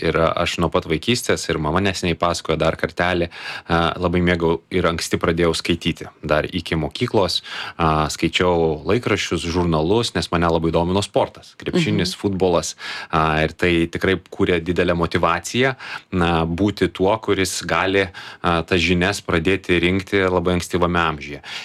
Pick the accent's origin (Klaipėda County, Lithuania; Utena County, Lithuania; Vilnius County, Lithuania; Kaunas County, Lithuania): Vilnius County, Lithuania; Vilnius; born or raised there